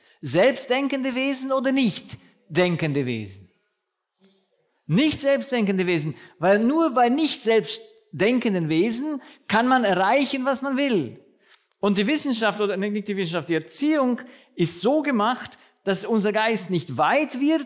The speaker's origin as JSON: {"language": "German", "country": "Romania", "tie": "born or raised there", "moved": "as an adult", "lives_now": "Germany", "said": "ich war, also in Rumänien, bis ich 19 Jahre alt war, bis wir nach Deutschland gekommen sind, damals in die Bundesrepublik"}